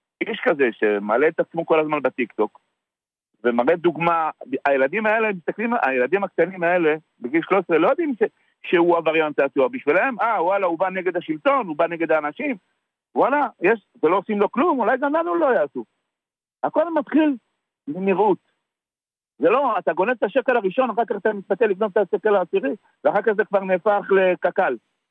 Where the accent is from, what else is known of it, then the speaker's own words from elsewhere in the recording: Tel Aviv, Tel Aviv District, Israel; now in Yavne, Israel; אני גדלתי בשכונת התקווה. לא של היום.